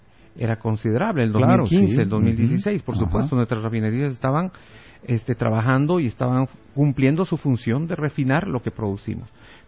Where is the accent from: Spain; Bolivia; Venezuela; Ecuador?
Bolivia; estoy hablando como un boliviano